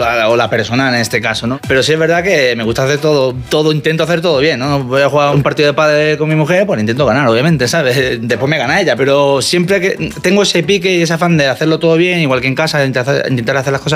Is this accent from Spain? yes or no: yes; Málaga, Andalusia, Spain; Yo soy de Málaga, obviamente.